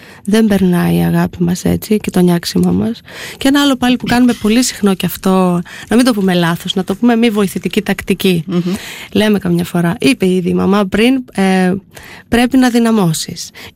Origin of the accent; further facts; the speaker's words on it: Eastern Macedonia and Thrace, Greece; είμαι και από τη Θράκη